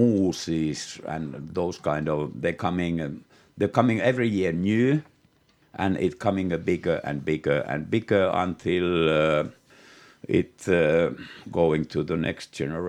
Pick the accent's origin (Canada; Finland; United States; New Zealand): Finland; first language Finnish; English is a second language; my mother language, mikä tässä tapauksessa on luonnollisesti suomen kieli.